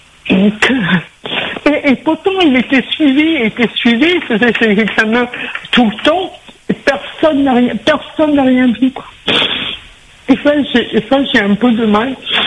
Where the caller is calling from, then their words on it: Normandy, France; je suis en Normandie, on n'a pas vraiment de réseau